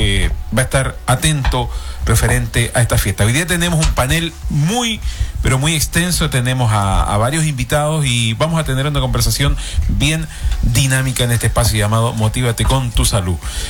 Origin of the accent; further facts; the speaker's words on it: Chile; una instancia que nos une como chilenos